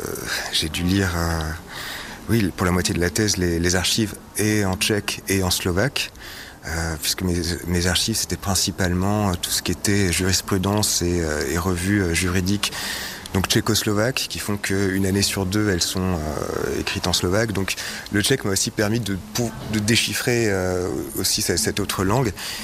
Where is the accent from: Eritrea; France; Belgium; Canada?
France; Bordeaux, Nouvelle-Aquitaine; c'était dans ma ville natale à Bordeaux